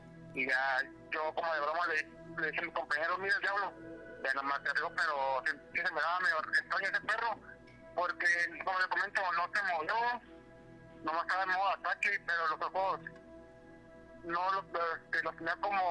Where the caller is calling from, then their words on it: Tijuana, Baja California, Mexico; porque yo vivo en Tijuana, de hecho.